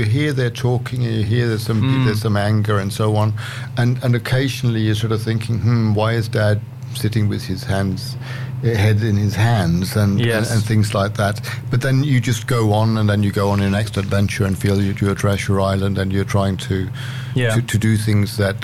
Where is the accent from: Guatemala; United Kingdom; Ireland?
United Kingdom; also born or lived in United States; now in Australia; me being British and you being Australian, we doing the show in Australia